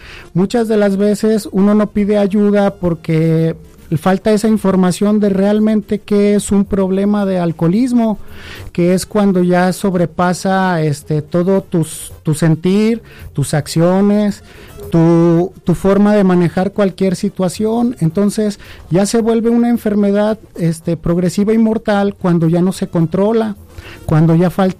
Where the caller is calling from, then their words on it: León, Guanajuato, Mexico; Y yo formo parte de un grupo de aquí de León, Guanajuato, que se llama